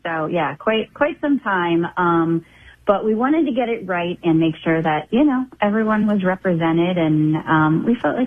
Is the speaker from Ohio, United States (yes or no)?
yes; Ohio, United States; moved away; I feel like I'm from Ohio originally